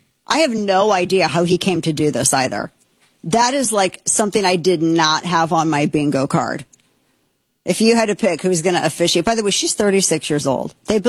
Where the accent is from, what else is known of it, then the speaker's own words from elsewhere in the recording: the Ozarks, United States; Dude, and I'm not saying this is a pejorative, but I'm from Ozarks.